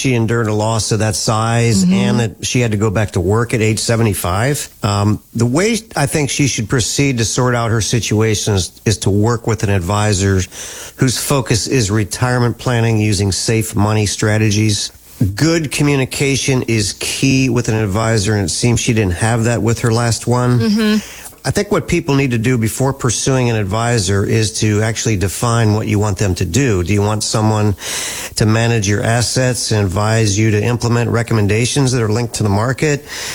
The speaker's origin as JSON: {"language": "English", "town": "Harrisburg", "region": "Pennsylvania", "country": "United States", "tie": "born or raised there"}